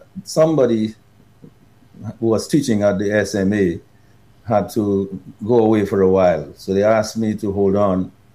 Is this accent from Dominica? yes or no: yes; Dominica; since when I was growing up in Dominica.